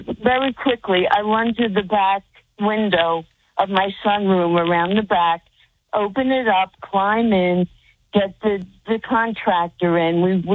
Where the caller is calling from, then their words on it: New Jersey, United States; I'm calling from South Jersey